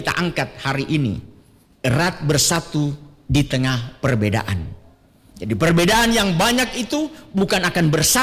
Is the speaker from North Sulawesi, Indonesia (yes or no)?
yes; Bitung, North Sulawesi, Indonesia; saya orang Bitung. Pelabuhan Bitung itu cukup besar.